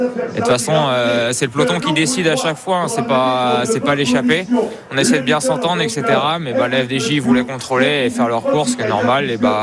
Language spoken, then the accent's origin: French; Brittany, France; Moi, je viens de Bretagne